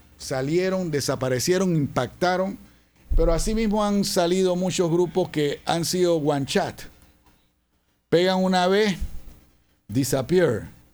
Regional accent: Colón, Panama; Hablo de Colón porque nosotros éramos los merengueros número uno y los que más consumíamos ese producto musical.

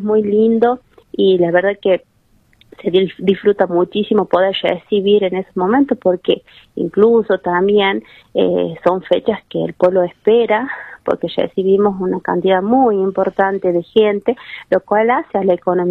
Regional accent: La Rioja, Argentina

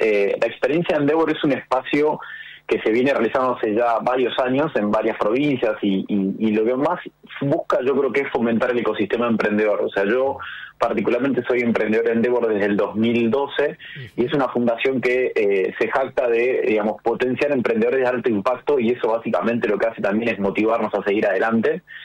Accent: Argentina

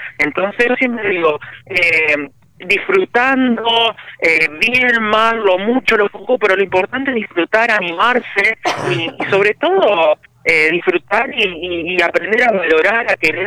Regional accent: Coronda, Santa Fe, Argentina; yo soy acá de Coronda, de la provincia acá de Santa Fe

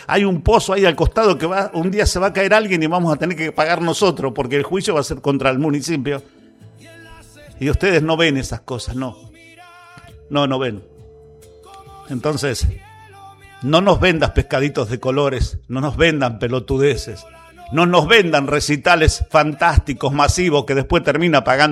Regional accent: Bragado, Buenos Aires Province, Argentina; Estoy feliz de ser la voz de mi pueblo.

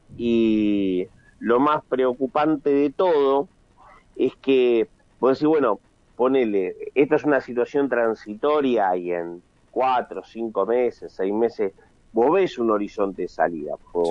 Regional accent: Argentina

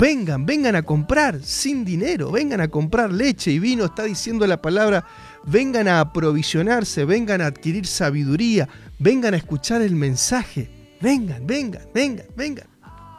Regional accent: Argentina; lo hago porque soy argentino.

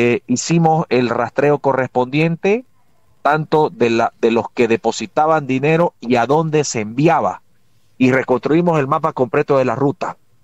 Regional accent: Bolivia; en mi país, en la ciudad de La Paz

